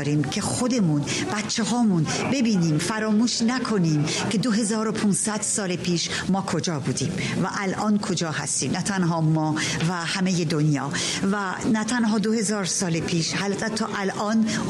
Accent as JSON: {"language": "Persian", "country": "Iran", "said": "به عنوان یک ایرانی، به عنوان یک شاعر"}